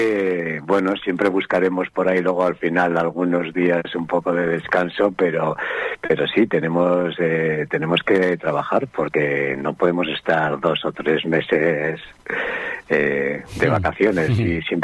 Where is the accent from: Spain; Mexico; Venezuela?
Spain; Castro Urdiales, Cantabria; Claro, yo soy de Cantabria, soy de Castruriales